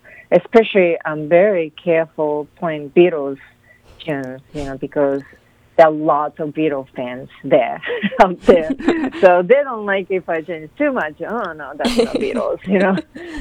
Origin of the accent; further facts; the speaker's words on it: Japan; Okay. I'm originally from Japan. I started playing piano from 4 years old, and I started, I was playing classical piano very seriously until 19 years old, 20 years old.